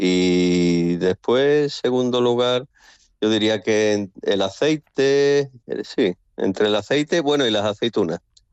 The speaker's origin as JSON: {"language": "Spanish", "region": "Andalusia", "country": "Spain", "moved": "as an adult", "lives_now": "Estonia"}